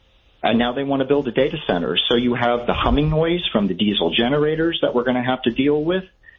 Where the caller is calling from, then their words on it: Ashburn, Virginia, United States; I live in Ashburn. We are the epicenter of data centers. Over 70% of the world's internet traffic goes through my town. We have over 130 data centers in my town.